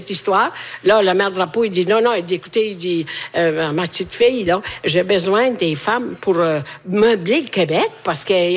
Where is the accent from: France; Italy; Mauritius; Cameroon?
Italy; French is a second language; Puis c'est l'hiver. Chez nous, en Italie, il fait chaud.